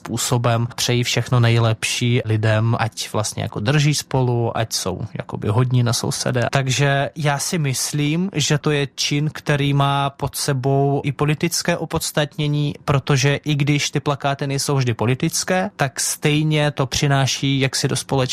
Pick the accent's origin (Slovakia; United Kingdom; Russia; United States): Russia; Czech is a second language; now in Czech Republic